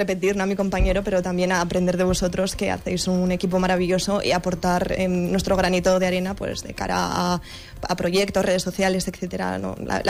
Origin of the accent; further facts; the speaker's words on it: Zaragoza, Aragon, Spain; moved away as an adult; also born or lived in Madrid; now in Teruel, Spain; Con vínculos en Teruel, soy de Zaragoza, pero con vínculos celebrándolos aquí en vuestra tierra, que ya también siento un poco mía